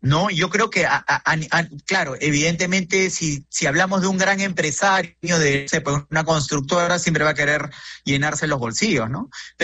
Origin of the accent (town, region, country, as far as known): Peru